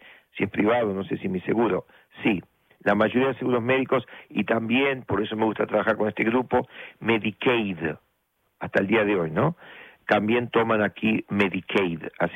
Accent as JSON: {"language": "Spanish", "country": "Argentina", "moved": "yes", "lives_now": "New York, United States", "said": "yo soy de Argentina"}